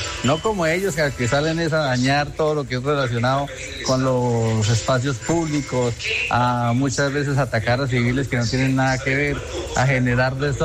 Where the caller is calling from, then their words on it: Colombia; todos como colombianos